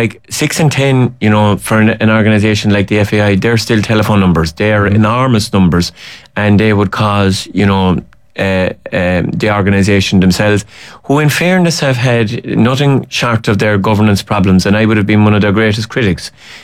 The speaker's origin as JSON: {"language": "English", "country": "Ireland", "said": "Like, that's not what we are as Irish people, and we shouldn't allow that temptation, sport or no sport, to get into that."}